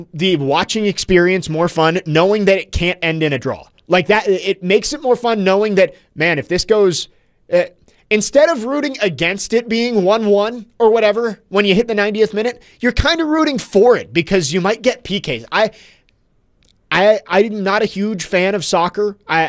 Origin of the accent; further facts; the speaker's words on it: United States; I am an American, though.